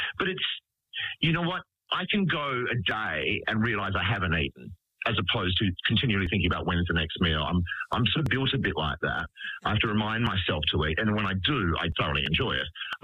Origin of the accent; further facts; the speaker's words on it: Perth, Western Australia, Australia; growing up in Perth.